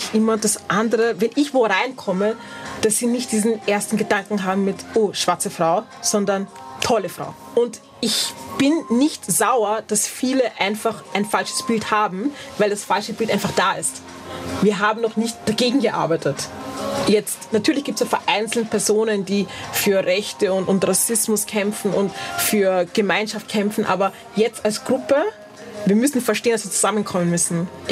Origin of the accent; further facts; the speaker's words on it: Vienna, Austria; Ich bin eine gebürtige Wienerin, ich bin in Wien geboren.